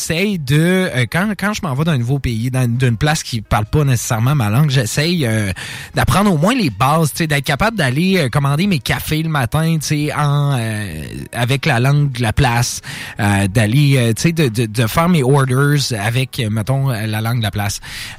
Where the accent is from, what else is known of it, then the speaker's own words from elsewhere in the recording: Quebec City, Quebec, Canada; Moi, j'habitais à Charlebourg. J'ai grandi à Charlebourg.